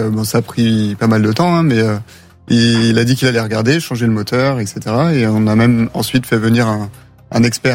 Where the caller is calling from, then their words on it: Montauban, Occitanie, France; moi j'habite à Montauban, alors que mes parents et le garage se trouvent dans le Val d'Oise.